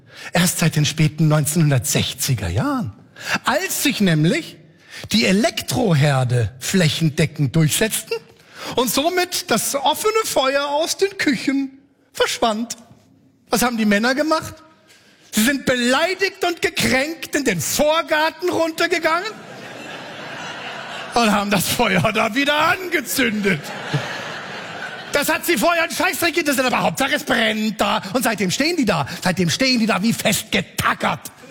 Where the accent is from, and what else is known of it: Germany